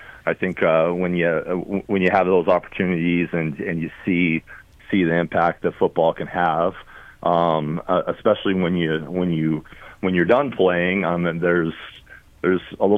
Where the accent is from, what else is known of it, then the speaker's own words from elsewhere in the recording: Pacific Northwest, United States; moved away as an adult; also born or lived in Montana; now in Sioux Falls, United States; My wife is from the area. I'm actually originally a Montana boy. I grew up in the Pacific Northwest